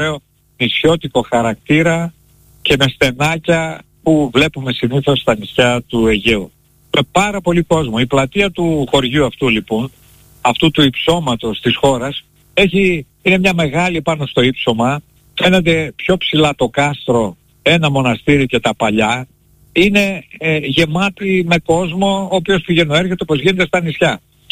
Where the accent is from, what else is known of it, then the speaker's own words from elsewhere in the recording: Greece; οι Έλληνες δεν είμαστε τουρίστες στον τόπο μας.